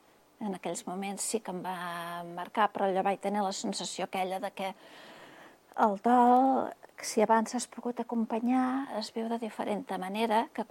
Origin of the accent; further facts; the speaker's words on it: Manresa, Catalonia, Spain; A prop del barri Vell, allà al carrer Sant Salvador, tocar l'Hospital de Sant Andreu. I tota la vida m'he mogut per aquest barri.